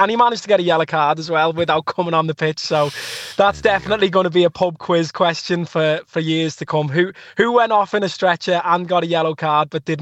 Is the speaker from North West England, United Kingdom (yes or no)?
yes; Liverpool, North West England, United Kingdom; now in Ireland; As a Liverpool fan and as a Scouser